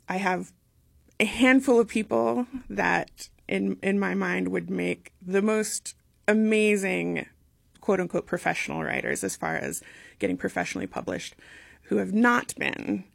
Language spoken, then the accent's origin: English; Alaska, United States; I'm Tlingit and Dena'ina. I was born in Craig on Prince of Wales Island, but as my dad was a state trooper, we moved pretty much every year. So I grew up literally all over Alaska. So Alaska is my home.